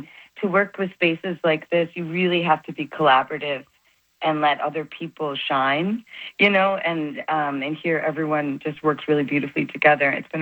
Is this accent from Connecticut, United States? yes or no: yes; Groton, Connecticut, United States; born there; I was born in Groton. My dad was in the Navy.